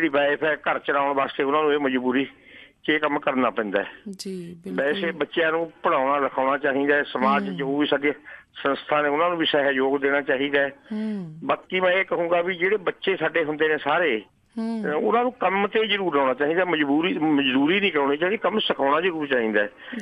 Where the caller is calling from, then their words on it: Punjab, India; ਪਿੰਡ ਬੌੜਾ ਖੁਰਦ ਨੇੜੇ ਨਾਭਾ।